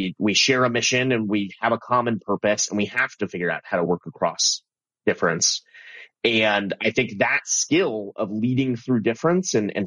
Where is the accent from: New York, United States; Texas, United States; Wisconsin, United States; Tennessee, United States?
Wisconsin, United States; Madison; now in Greendale, United States; I grew up in Wisconsin, though a different part. I grew up in Madison, and then I left after high school to, like you said, to attend West Point.